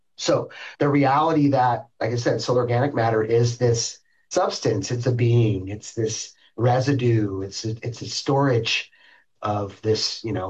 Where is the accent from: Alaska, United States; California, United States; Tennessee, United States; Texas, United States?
California, United States; Chico; born or raised there